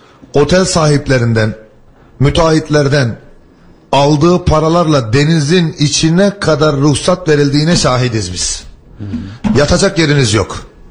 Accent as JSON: {"language": "Turkish", "region": "Mersin", "country": "Turkey", "tie": "born there"}